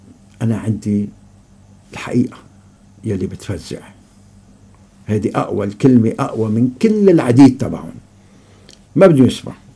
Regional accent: Lebanon; نحن شغلتنا كلنا أنه ما يبقى في جيوش أجنبية على أرض لبنان

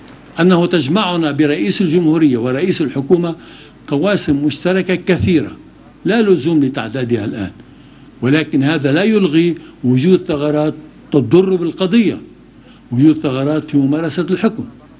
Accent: Bsharri, North Governorate, Lebanon; also born or lived in Deir al-Ahmar; يوم ترعرعت في الشيعة، أنا ابن بشري ودار الأحمر، الواقعتين على كتف البقاع وفي قلبه،

